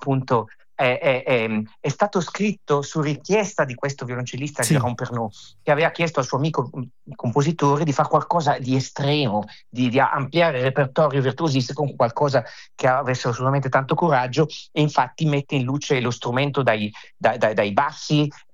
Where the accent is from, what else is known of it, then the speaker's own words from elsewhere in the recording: Cremona, Lombardy, Italy; io sono nato a Cremona